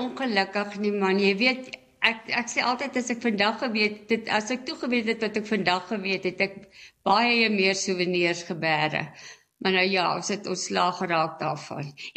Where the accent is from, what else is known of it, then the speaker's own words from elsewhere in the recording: Koppies, Free State, South Africa; born there; moved away as an adult; also born or lived in Bethlehem, Free State / Kroonstad, Free State / Polokwane (Pietersburg), Limpopo; Ek is in Bethlehem in die sneeu gebore. En toe het ons Kroonstad toe getrek. My pa was 'n kleremaker en my ma het by hom in die winkel gewerk. En toe 'n paar jaar later Koppies toe.